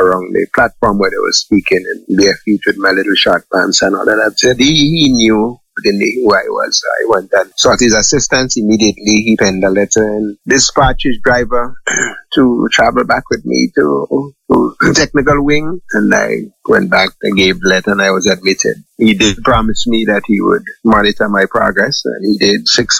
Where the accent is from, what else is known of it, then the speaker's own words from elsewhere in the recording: Saint Andrew, Grenada; I was born in Munich, St. Andrews, in Bamboo, a place called Bamboo to be exact, what you call in the mountains of Grenada.